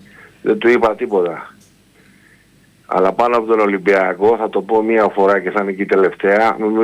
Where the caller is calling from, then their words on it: London, United Kingdom; από Λονδίνο